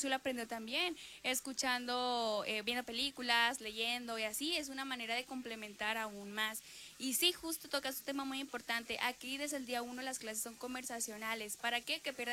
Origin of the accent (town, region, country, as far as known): Mexico